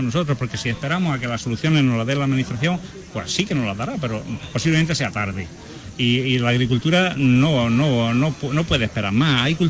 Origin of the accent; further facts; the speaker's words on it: Andalusia, Spain; aunque somos de la provincia de Almería, aunque somos andaluces, pertenecemos a la cuenca del Segura, a la cuenca de Murcia